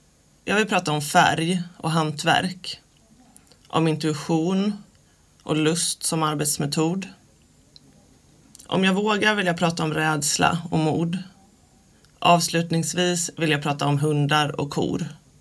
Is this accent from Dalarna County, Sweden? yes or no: no; Huskvarna, Jönköping County, Sweden; Jag är 43 år, jag är konstnär, född och uppväxt i Huskvarna.